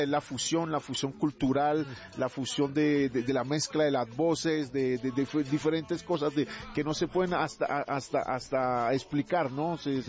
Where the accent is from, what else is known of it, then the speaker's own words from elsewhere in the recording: Colombia; also born or lived in France; now in Mexico; yo como cantante colombiano.